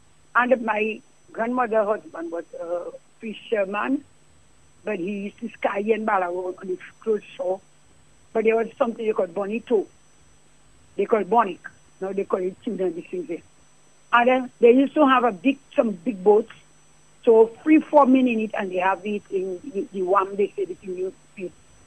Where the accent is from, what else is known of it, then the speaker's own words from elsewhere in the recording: Soufriere, Saint Mark, Dominica; born there; I grew up partially in Scottsdale and Soufriere.